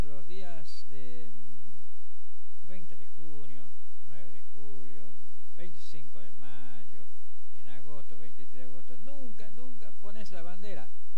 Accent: Argentina; soy argentino, pero no me interesa el mundial.

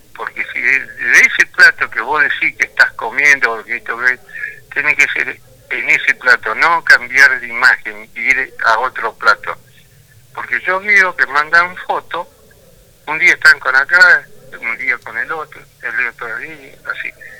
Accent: Chaco, Argentina; now in Santa Fe, Argentina; Yo soy del Chaco. Pero ya hace 24, 25 años que estoy acá.

